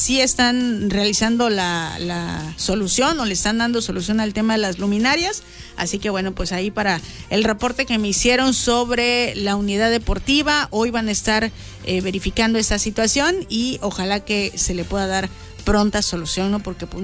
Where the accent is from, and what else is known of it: Mexico